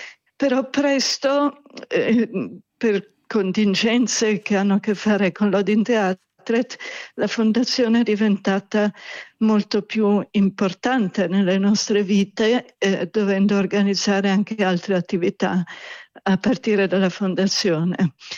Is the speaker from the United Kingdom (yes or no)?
yes; England, United Kingdom; moved away; also born or lived in Denmark; perché originariamente io sono inglese.